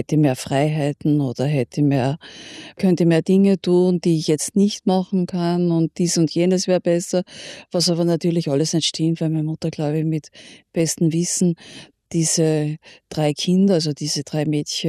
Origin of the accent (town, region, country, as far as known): Linz, Upper Austria, Austria; born or raised there